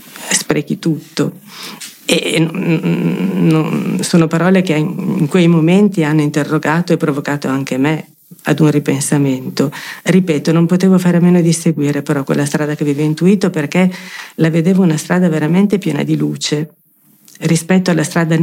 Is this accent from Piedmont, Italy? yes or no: yes; Tortona, Piedmont, Italy; io sono di Tortona, appena fuori Tortona.